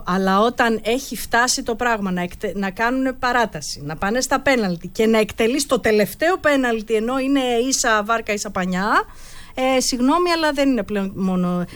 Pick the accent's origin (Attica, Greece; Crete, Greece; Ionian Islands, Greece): Ionian Islands, Greece; Και εγώ είμαι από Κεφαλονιά. Και εγώ έχω καταγωγή από Κεφαλονιά.